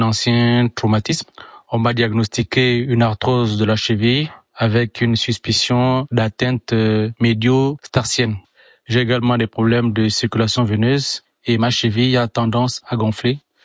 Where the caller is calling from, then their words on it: Port-Gentil, Ogooué-Maritime, Gabon; J'ai 42 ans et je vis à Port-Gentil, au Gabon.